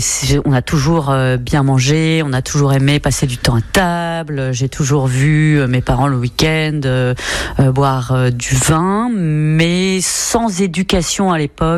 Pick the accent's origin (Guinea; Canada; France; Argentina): France; central France; Je ne suis pas du tout champenoise à l'origine. Je viens du centre de la France.